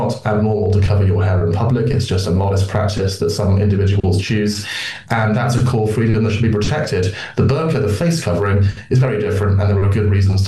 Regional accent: United Kingdom; as a British Muslim

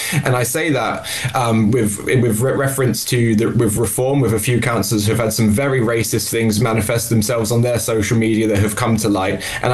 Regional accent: United Kingdom; Well, I can speak also as a British Jew.

